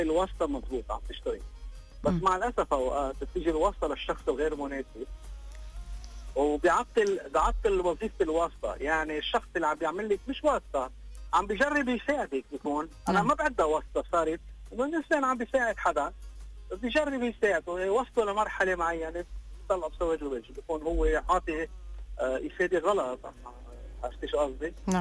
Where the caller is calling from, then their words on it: Beirut, Beirut Governorate, Lebanon; من بيروت.